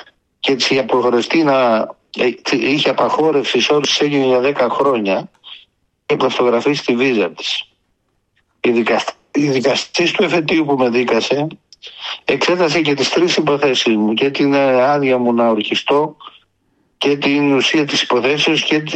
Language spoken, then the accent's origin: Greek; Himara, Vlorë County, Albania; τους συμπατριώτες μου, τους Σημαριώτες